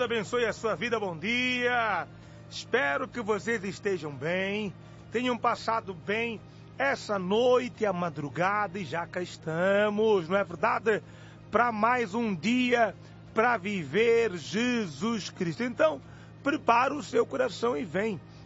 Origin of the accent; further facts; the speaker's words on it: Mozambique; moved away as an adult; now in Brazil; Eu já sofri racismo na igreja, em Moçambique, na minha terra.